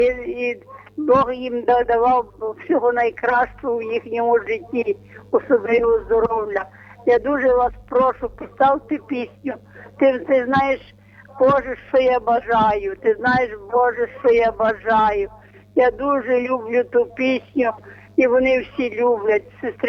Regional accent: Domazhyr, Lviv Oblast, Ukraine; now in Lviv, Ukraine; Хочу так само привітати своє село Домажир, моє рідне село Домажир

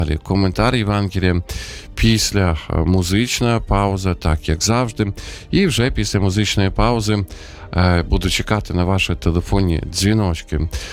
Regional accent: Sumy, Sumy Oblast, Ukraine; ну, от, зокрема, в моїх рідних Сумах теж

